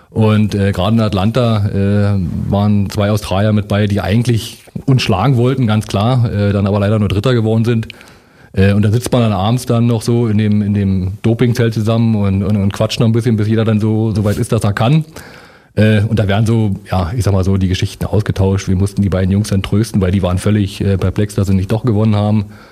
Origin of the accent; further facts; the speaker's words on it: East Germany, Germany; Also er war noch Westdeutscher, ich war Ostdeutscher.